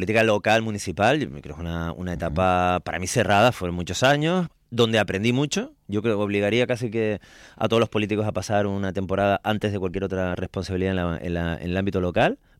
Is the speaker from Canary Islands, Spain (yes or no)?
yes; San Cristóbal de La Laguna, Canary Islands, Spain; ahora voy a hablar como lagunero